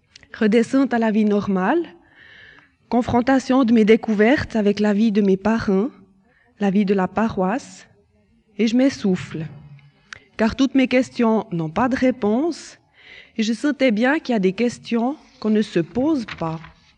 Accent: Lausanne, Vaud, Switzerland; born there; Je suis née à Lausanne et j'ai été baptisée dans la foi catholique. En famille, nous allions tous les dimanches à la messe.

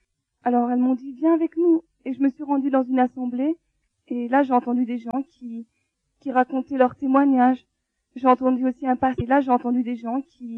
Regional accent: Tours, Centre-Val de Loire, France; born there; je suis d'origine algérienne. Je suis née en France, dans une ville qui s'appelle Tours.

